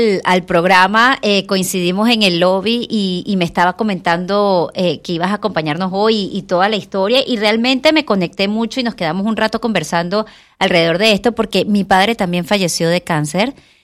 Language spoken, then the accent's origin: Spanish; Venezuela; mi país, Venezuela